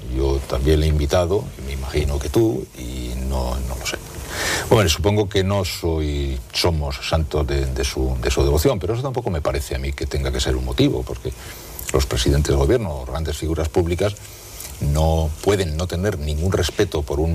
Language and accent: Spanish; Basque Country, Spain; Sí, me considero vasco y español.